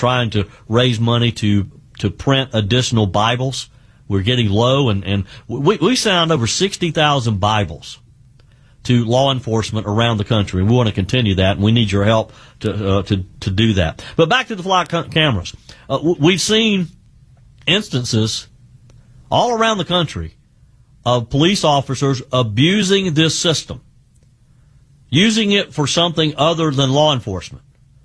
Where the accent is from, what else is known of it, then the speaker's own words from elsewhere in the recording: South Carolina, United States; I mean, right here in my home state of South Carolina